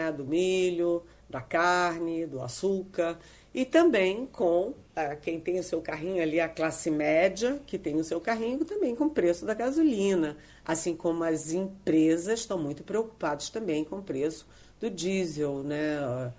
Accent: Brazil; now in Brasília, Brazil; eu assisti como brasileira

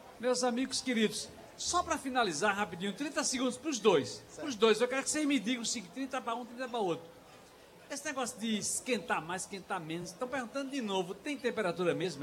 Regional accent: São Lourenço da Mata, Pernambuco, Brazil; lá em São Lourenço da Mata, minha terra.

